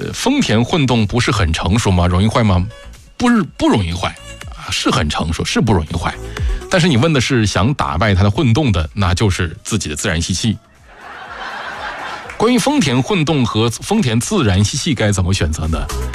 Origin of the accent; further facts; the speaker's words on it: Yichang, Hubei, China; 我们湖北宜昌的长江边上的